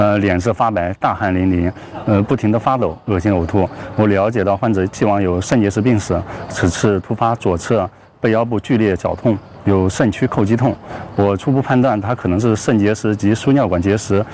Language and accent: Chinese; Bozhou, Anhui, China; 我是来自华佗故里亳州